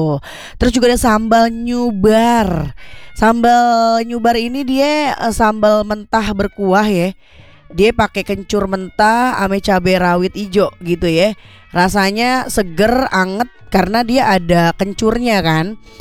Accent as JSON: {"language": "Indonesian", "region": "Jakarta", "country": "Indonesia", "said": "Saya juga sebagai orang Betawi kayaknya gak pernah nemu nih sambal nyubar ya Abang Po."}